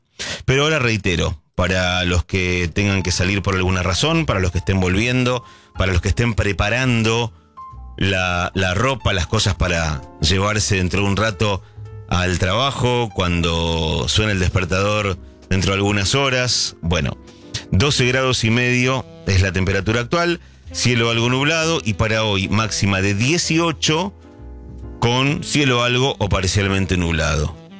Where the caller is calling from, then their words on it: Paraná, Entre Ríos, Argentina; Hola Hernán … de Paraná